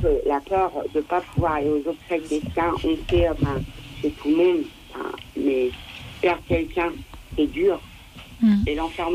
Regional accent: France; en tant que voyageur, et pourtant qu'on est français

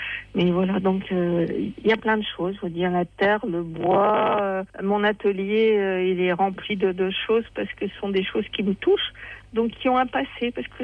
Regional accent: Seclin, Hauts-de-France, France; born there; c'était là où je suis née à Seclin.

